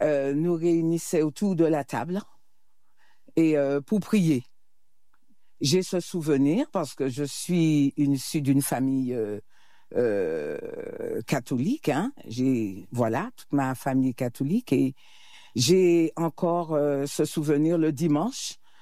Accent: Le Diamant, Martinique; Alors, le lien, c'est vrai, je suis issue du Diamant et j'aime à dire, je fais partie de cette belle commune du Diamant, dans le rocher du Diamant.

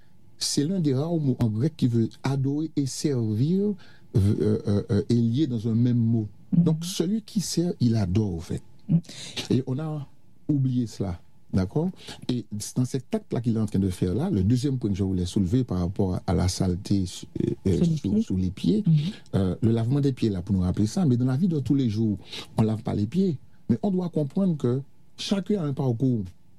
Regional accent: Martinique; en tant que bon Martiniquais

